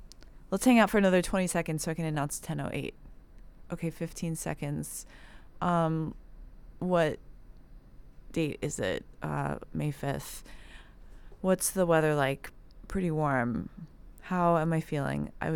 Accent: Virginia, United States; now in New York, United States; We're both from Virginia.

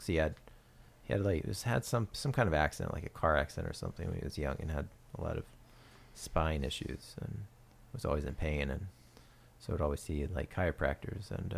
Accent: Pacific Northwest, United States; And I was from the Northwest, and he was based in Olympia, still is, Olympia, Washington

